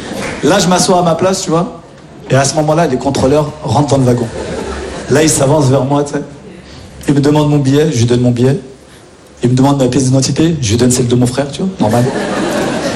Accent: Nantes, Pays de la Loire, France; Moi, les amis, je viens de Nantes, ok?

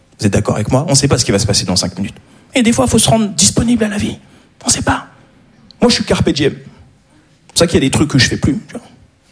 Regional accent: Paris, Île-de-France, France; Je suis un parisien, voilà ce que je suis.

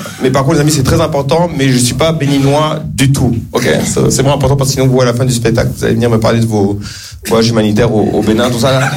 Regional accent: Rwanda; Je suis un Rwandais souriant et optimiste. Il n'y a pas beaucoup de Rwandais optimistes aujourd'hui, hein.

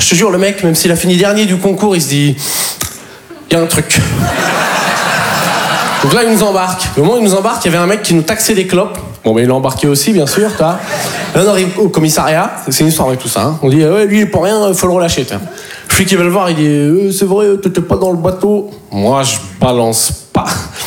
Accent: Poitiers, Nouvelle-Aquitaine, France

